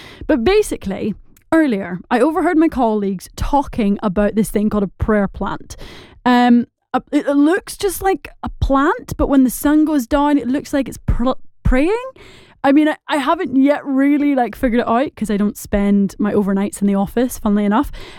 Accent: Scotland, United Kingdom; accent: Scottish; I hope you can understand in my Scottish accent

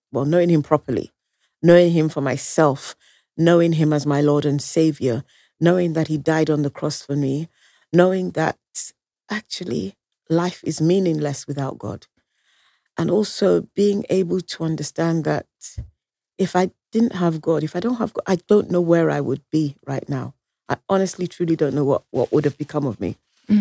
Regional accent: London, United Kingdom; also born or lived in Nigeria; as opposed to being here growing up in London, where everybody, you know, you go for your eye test, you go for your ear test, you go for doctors.

